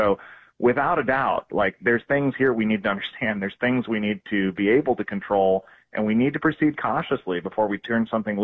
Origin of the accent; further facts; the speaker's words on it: Billings, Montana, United States; I'm from Billings originally